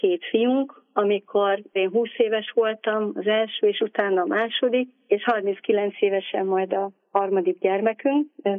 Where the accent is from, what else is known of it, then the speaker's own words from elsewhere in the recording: Szabolcs-Szatmár-Bereg, Hungary; also born or lived in Debrecen; 50 éves elmúltam, én falun növekedtem a nagymamámnál, szülők terében Debrecenből indultunk, ott születtem, és Mária Pócs mellett Kiricsén volt a nagymamáméknak, a nagyszülőknek a otthona.